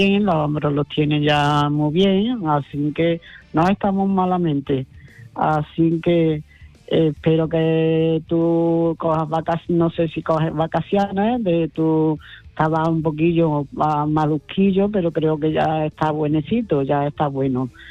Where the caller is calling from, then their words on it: Córdoba, Andalusia, Spain; de Córdoba, mira que el otro día sentía a Conchi de Córdoba preguntar por mí, por mi niña.